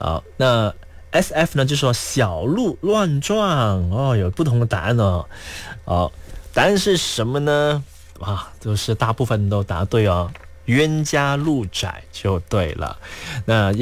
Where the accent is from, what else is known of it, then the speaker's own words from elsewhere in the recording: Malaysia; 也会对我们马来西亚人留下一个很不好的印象